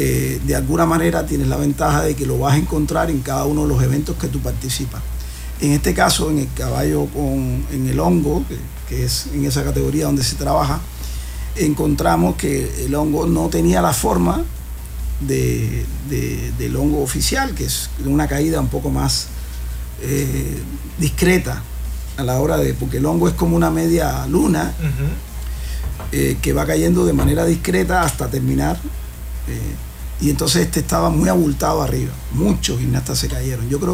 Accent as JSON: {"language": "Spanish", "country": "Mexico", "said": "así inicié, claro, yo, así en mi país, ¿no?"}